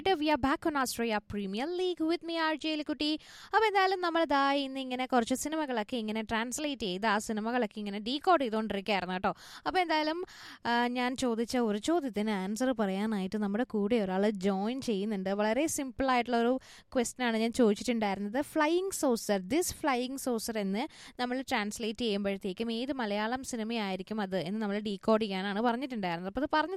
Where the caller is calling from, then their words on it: Kundara, Kerala, India; കുണ്ടറയിന്നാണ് വിളിക്കുന്നത്.